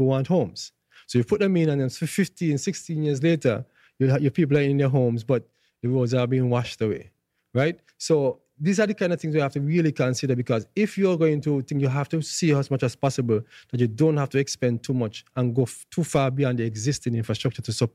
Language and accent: English; St. Kitts & Nevis; I'm from St. Kitts.